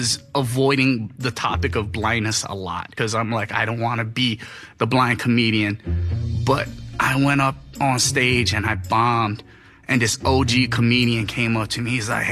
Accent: Kau, Hawaii, United States; now in Hyde Park, United States; currently living in Hyde Park, Massachusetts, but I was born and raised on the Big Island of Hawaii in a small town called Kau.

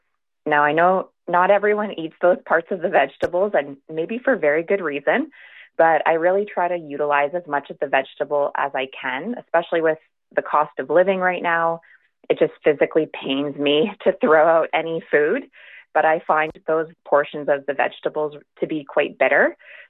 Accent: Kitchener, Ontario, Canada; I'm from Kitchener, Ontario, Canada.

